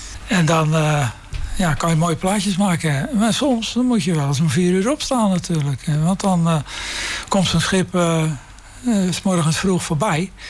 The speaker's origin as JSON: {"language": "Dutch", "town": "Vlaardingen", "region": "South Holland", "country": "Netherlands", "tie": "born or raised there", "also_born_or_lived": "Singapore", "said": "Vlaardingen, want ja, dat is toch dus dat waar ik vandaan kom."}